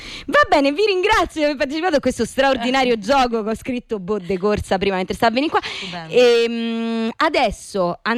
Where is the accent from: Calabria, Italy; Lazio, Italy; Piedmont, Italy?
Lazio, Italy; Rome; ero incredula perché io sono di Torrevecchia